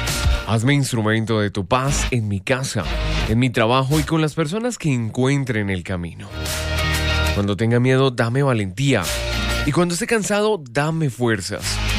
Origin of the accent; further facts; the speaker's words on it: Colombia; Como buen colombiano, hay que levantarse, sacudirse un poco el polvo.